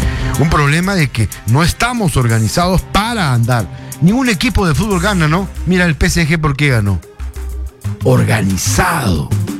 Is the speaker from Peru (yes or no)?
yes; Peru; así somos los peruanos